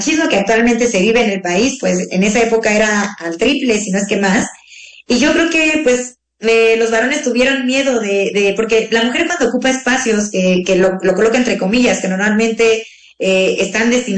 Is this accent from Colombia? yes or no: no; Mexico